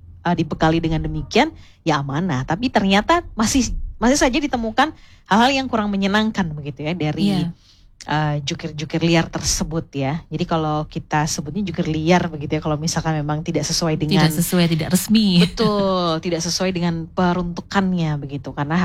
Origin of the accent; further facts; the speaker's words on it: Surabaya, East Java, Indonesia; Jadi kita sebagai warga Kota Surabaya